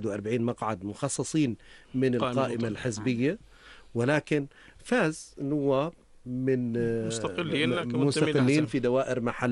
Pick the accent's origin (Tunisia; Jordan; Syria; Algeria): Jordan; نحن مواطنين أردنيين